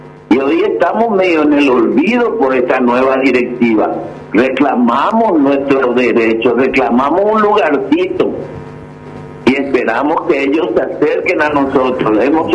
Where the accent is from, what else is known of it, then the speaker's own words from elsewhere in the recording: Asunción, Paraguay; Yo nací en Barrio Obrero, en el corazón de Barrio Obrero.